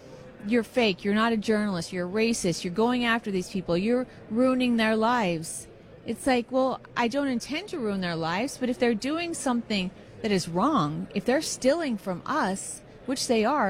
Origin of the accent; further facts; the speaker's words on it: San Diego, California, United States; And I grew up in San Diego, California. I knew what an open border was.